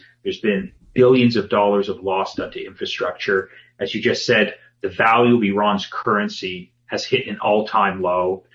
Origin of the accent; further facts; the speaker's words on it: Canada; You know, I'm Canadian, Ian, so we have, you know, a lot of friends and family who go to Cuba.